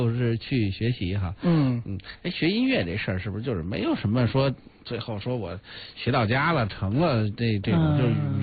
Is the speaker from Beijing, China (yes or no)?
yes; Beijing, China